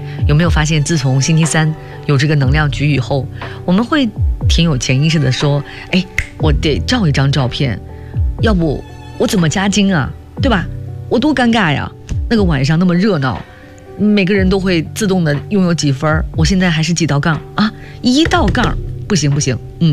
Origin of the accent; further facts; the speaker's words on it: Northeast China, China; now in Beijing, China; 作为一个东北人，我家里人基本上不怎么做这道菜